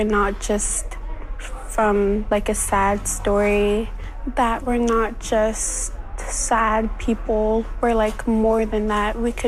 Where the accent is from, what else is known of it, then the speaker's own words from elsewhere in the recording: Chisasibi, Quebec, Canada; I'm from the Cree Nation of Chisasabe.